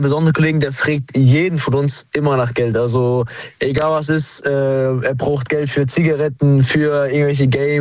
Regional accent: Karlsruhe, Baden-Württemberg, Germany; wir sind aus Karlsruhe.

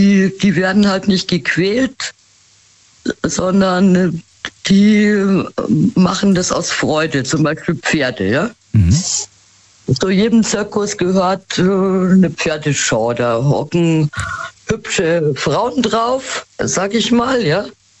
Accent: Munich, Bavaria, Germany; born there; Aber ich komme gebürtig aus München, ja?

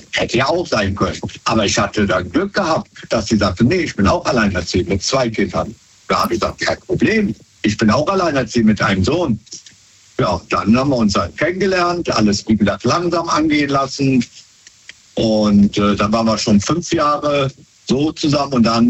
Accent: Wesseling, North Rhine-Westphalia, Germany; Aus Wesseling.

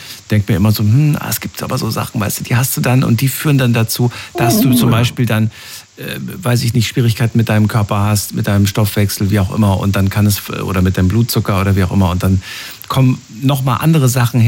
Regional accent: Germany; born there

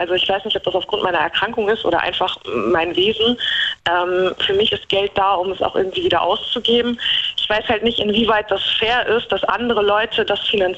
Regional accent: Bonn, North Rhine-Westphalia, Germany; now in Hagen, Germany; Ich komme aus Hagen, also ursprünglich aus Bonn, aber ich wohne in Hagen.

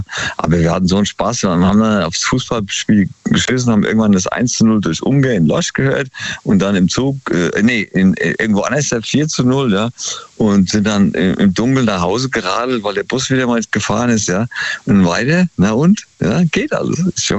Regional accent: Palaikastro, Crete, Greece; Und dann am 5. von Athen über nach auf Kreta, meine Heimat eigentlich, Palais Castro.

